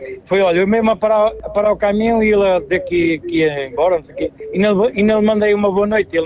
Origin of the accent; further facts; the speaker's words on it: São Pedro Dias, Centro, Portugal; nasci e fui criado até aos 9 anos, depois é que fui para a minha quinta para a Ponta Moção.